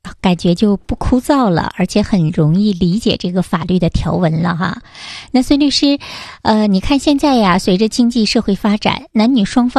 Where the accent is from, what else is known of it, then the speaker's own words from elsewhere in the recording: Jilin, China; 咱们吉林这边办喜事儿啊